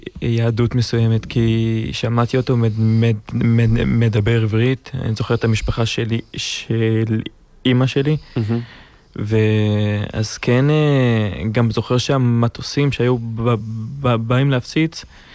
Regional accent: Gaza Strip, Palestine; moved away; also born or lived in Israel / Egypt; אני יליד לאבא פלסטיני, עזתי, ולאמא יהודיה, אשדודית, ונולדתי בארץ, בצפון, וגיל 3 עברנו למצרים, גיל 5 העבירו אותנו

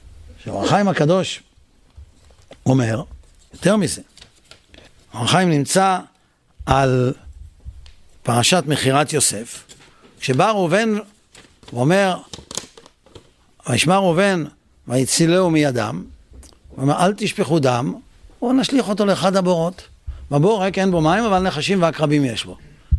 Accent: Netanya, Central District, Israel; כשגדלנו ילדים בנתניה, אז הייתה השכנה למעלה.

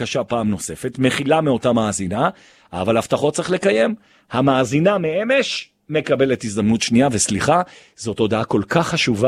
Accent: Jerusalem, Jerusalem District, Israel; אני ירושלמי.

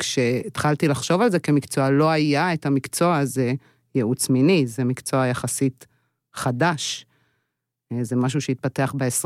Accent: Jerusalem, Jerusalem District, Israel; אני גדלתי בירושלים, אז אפשר לומר שאפשר להוציא את הילדה מירושלים, קצת יותר קשה להוציא את ירושלים מהילדה.

